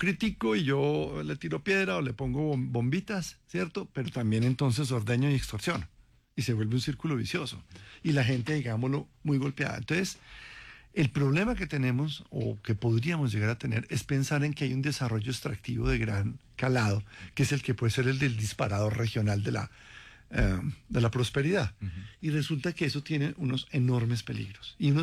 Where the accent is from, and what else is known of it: Colombia